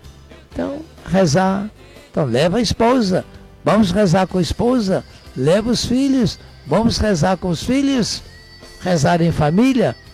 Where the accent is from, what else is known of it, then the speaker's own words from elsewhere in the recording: Brazil; nós somos brasileiros